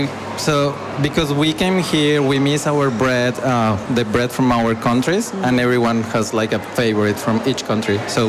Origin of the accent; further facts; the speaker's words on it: Colombia; moved away; We are both from Colombia.